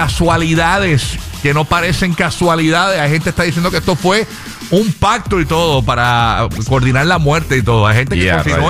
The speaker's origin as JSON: {"language": "Spanish", "town": "Fajardo", "country": "Puerto Rico", "tie": "born or raised there", "also_born_or_lived": "San Juan", "said": "Conozco a todo el mundo allí. O sea, me siento de Fajardo. Pero yo nací en San Juan, realmente."}